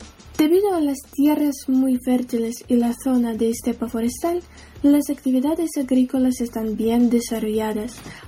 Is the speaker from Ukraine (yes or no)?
yes; Kirovohrad Oblast, Ukraine; Spanish is a second language; de ahí que me gustaría contaros sobre mi tierra natal. La región de Kirovograd es una de las regiones más jóvenes del centro de Ucrania